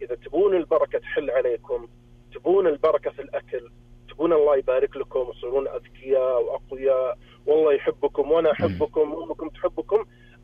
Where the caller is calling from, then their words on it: Riyadh, Riyadh Province, Saudi Arabia; انا من الرياض.